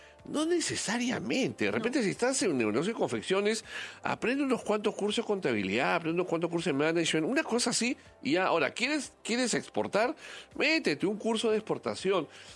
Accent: Peru; Nosotros a veces como peruanos

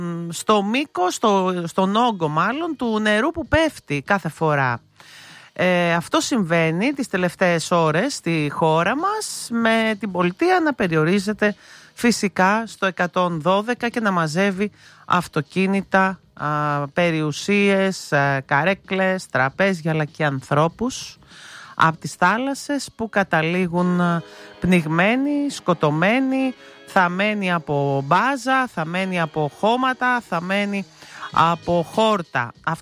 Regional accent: Palairos, West Greece, Greece; στο χωριό μου, στην Πάλερο

